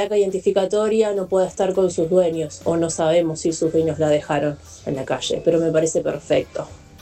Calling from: Los Polvorines, Buenos Aires Province, Argentina; de Los Polvorines.

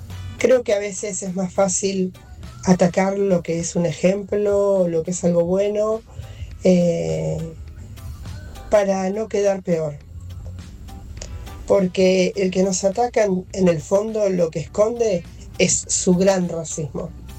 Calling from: Gregorio de Laferrere, Buenos Aires Province, Argentina; de la Ferrer.

